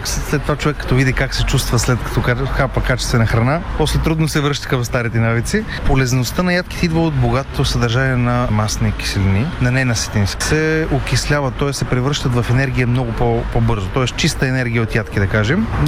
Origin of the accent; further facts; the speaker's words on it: Hisarya, Plovdiv Province, Bulgaria; от Хисария сме.